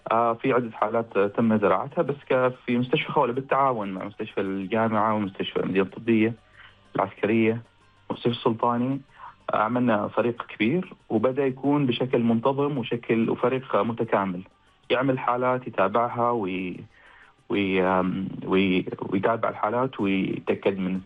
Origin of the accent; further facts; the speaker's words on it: Oman; الأبحاث التقديرية عندنا في عمان